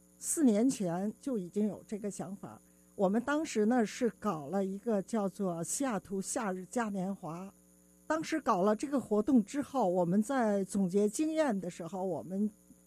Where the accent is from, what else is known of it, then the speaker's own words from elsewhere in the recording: China; now in Seattle, United States; 让更多的外国人了解我们中国人